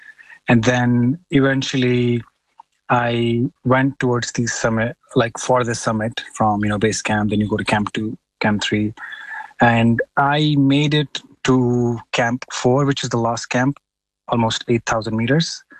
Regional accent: Jammu and Kashmir, India; English is a second language; I'm from Kashmir for context. It's a very small place. We don't know much about, we're not very much connected with the rest of the world.

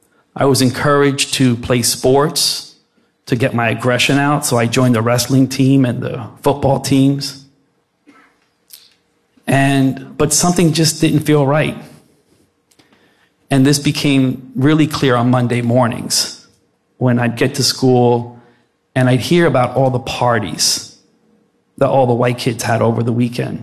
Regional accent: Plainfield, United States; growing up in Plainfield wasn't easy from the very beginning.

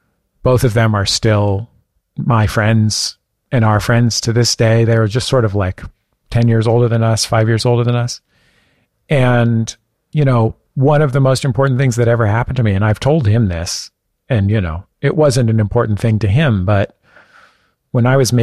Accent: San Francisco, California, United States; it was in the Mission where I had grown up. I don't remember how he knew that. Maybe he just knew that I was from San Francisco.

